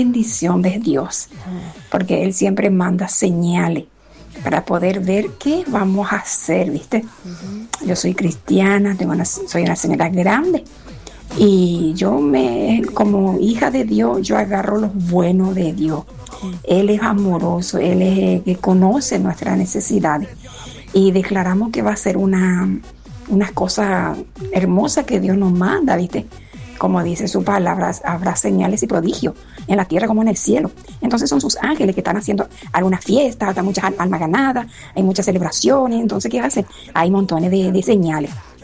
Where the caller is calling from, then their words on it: Formosa, Argentina; Yo soy de Formosa